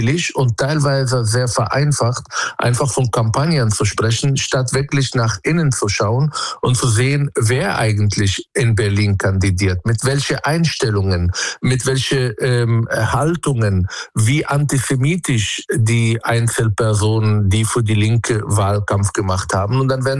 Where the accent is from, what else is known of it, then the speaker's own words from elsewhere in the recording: Palestine; Und das ist nicht die legitime Israel-Kritik, die ich mir wünsche, auch vor allem als Palästinenser